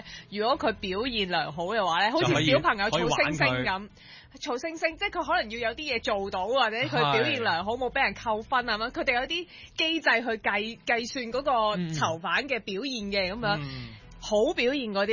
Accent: China; 好，我哋中國人呢阿蔡，

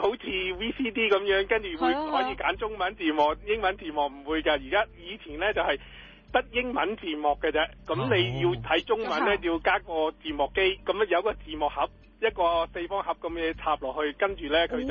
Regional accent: Toronto, Ontario, Canada; 我呢度我系多伦多嚟嘅，咁我之前移民之前系买咗好多碟。

